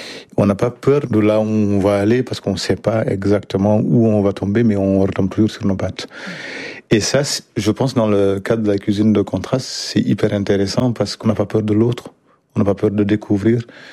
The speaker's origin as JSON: {"language": "French", "country": "Mauritania", "tie": "born or raised there", "moved": "as an adult", "lives_now": "France", "said": "Alors, j'ai grandi en Mauritanie, au bord du fleuve Sénégal, dans un tout petit village qui s'appelle Wotchi."}